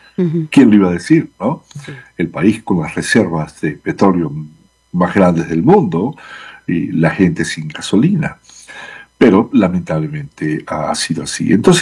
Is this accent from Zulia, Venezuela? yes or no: no; San Cristóbal, Táchira, Venezuela; moved away; estoy en San Cristóbal, la capital del estado Táchira, en el oeste de Venezuela. Como bien mencionas, todos allá saben que soy de Venezuela